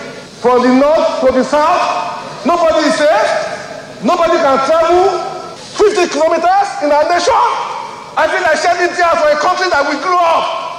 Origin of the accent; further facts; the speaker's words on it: Niger State, Nigeria; born there; moved away; Today I cannot travel from here to Kaduna to Niger State where I was born.